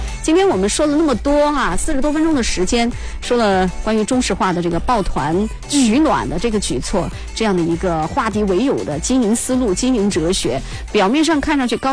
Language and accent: Chinese; Jiangjin, Chongqing, China; 那么我们作为江津人，作为重庆人